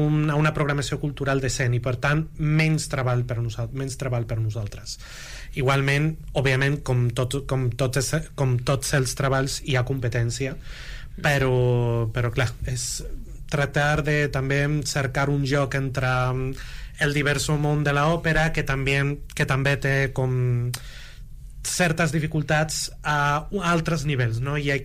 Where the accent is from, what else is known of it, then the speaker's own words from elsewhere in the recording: Málaga, Andalusia, Spain; jo soc del sur, soc d'Andalusia, de Màlaga concretament, hi ha llocs que no té tanta sort de poder gaudir d'aquest programa cultural